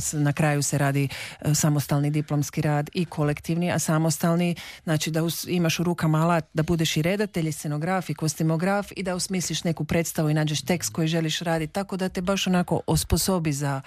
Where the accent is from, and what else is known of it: Rijeka, Primorje-Gorski Kotar County, Croatia; moved away as an adult; also born or lived in Sarajevo